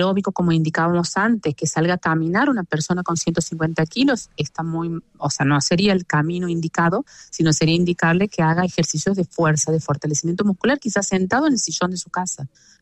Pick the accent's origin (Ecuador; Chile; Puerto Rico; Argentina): Argentina; Santiago del Estero; con mucho orgullo de santiagueña y de Argentina